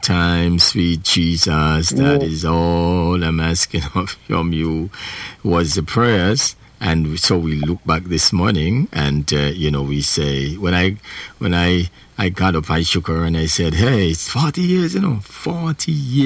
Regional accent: Clarendon, Jamaica; moved away; also born or lived in St. Elizabeth, Jamaica; I'm from Clarendon

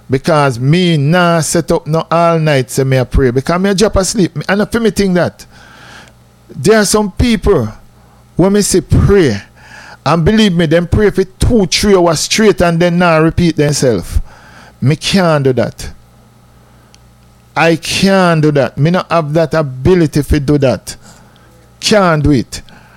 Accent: Jamaica; accent: patois; cause we as Jamaican, you know, when we talk with regular patois

